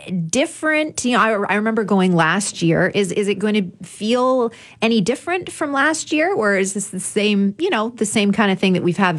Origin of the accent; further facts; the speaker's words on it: Canada; born there; I'm a Canadian. I was born here.